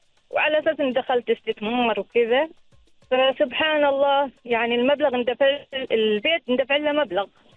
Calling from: Oman; أنا عمانية، أنا عمانية

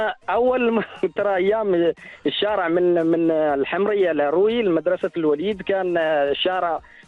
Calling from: Muscat, Muscat Governorate, Oman; أنا أتكلم معك من مسقط، مسقط العامرة.

